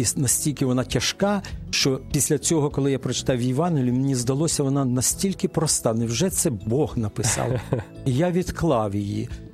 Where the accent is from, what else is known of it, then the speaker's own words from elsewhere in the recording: Kyiv, Ukraine; born there; Я народився в Києві, в невіруючій сім'ї